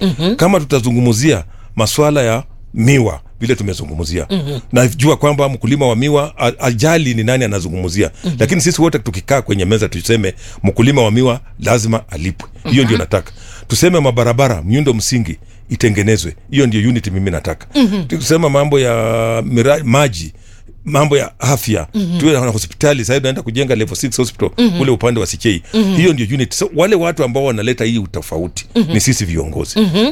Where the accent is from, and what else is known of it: Western Kenya, Kenya